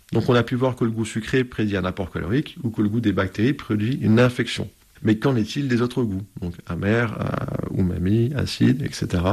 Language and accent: French; Toulouse, Occitanie, France; Alors, donc à l'origine, je suis de Toulouse, donc j'ai fait mes études à l'université de Toulouse-Paul Sabatier.